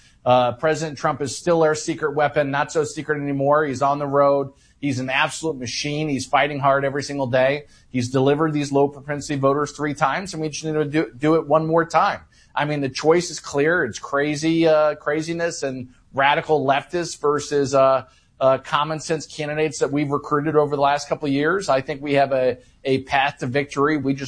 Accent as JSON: {"language": "English", "region": "Florida", "country": "United States", "said": "I'm from Florida, where we have probably the most, you know, the safest elections in the country."}